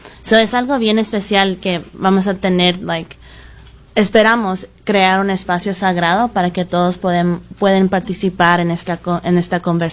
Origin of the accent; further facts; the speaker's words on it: El Salvador; now in Washington, United States; siendo americano y también alguien que tiene el honor de otro país también, yo soy salvadoreña, siempre tiene el sentido de no soy de aquí, no soy de allá.